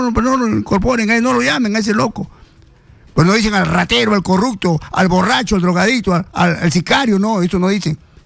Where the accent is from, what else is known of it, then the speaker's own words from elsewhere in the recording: Chincha Alta, Ica, Peru; por mi tierra ahí en Chincha